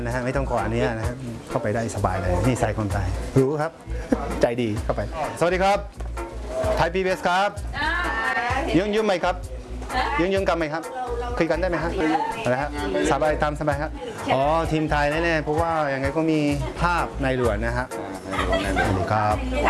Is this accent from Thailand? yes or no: yes; Thailand; English is a second language; I'm from Thailand.